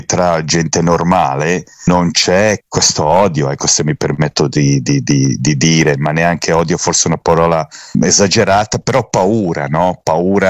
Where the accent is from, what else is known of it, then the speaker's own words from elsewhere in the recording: Sarajevo, Federation of Bosnia and Herzegovina, Bosnia & Herzegovina; Io sono di Sarajevo e seguo naturalmente Sarajevo, il capitale, eccetera.